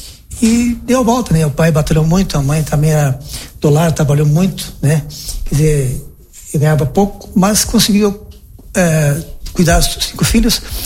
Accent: Marau, Rio Grande do Sul, Brazil; also born or lived in Chapecó; eu, quando era pequenininho, eu nasci em Marau, fiquei em Marau, depois nós fomos morar em Chapecó. Nós moramos um tempo em Chapecó, acho uns 2, 3 anos, depois retornamos para Marau, e daí não saí mais em Marau.

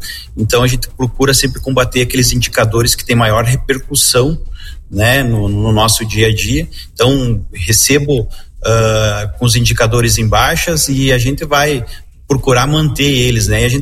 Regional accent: Passo Fundo, Rio Grande do Sul, Brazil; moved away as an adult; muito feliz por retornar à minha cidade natal

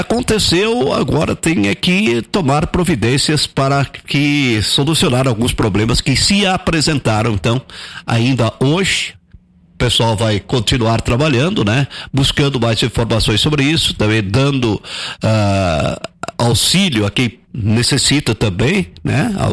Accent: Rio Grande do Sul, Brazil; é lá na minha terra, lá no Maragata, né?

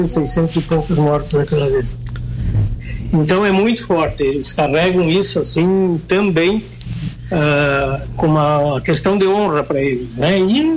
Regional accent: Brazil; moved away; Quando descobrem que eu sou brasileiro, né?

